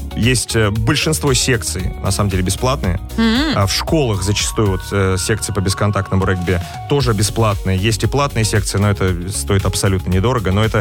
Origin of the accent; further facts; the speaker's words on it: Zelenograd, Moscow, Russia; я из Зеленограда